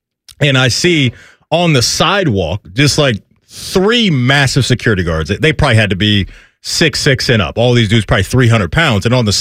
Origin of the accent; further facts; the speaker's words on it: United States; accent: American; my American accent would pop.